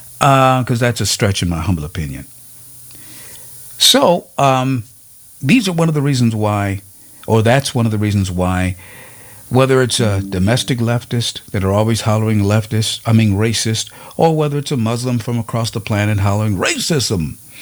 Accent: United States; as an American, I was glad to see that.

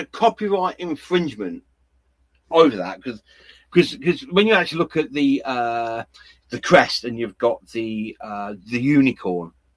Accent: England, United Kingdom; Because I'm English.

